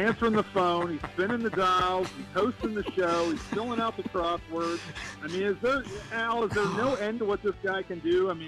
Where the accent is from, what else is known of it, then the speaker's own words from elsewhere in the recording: Jamestown, Pennsylvania, United States; my hometown girl, Claire Anderson from W&J, fellow Jimtown Muskie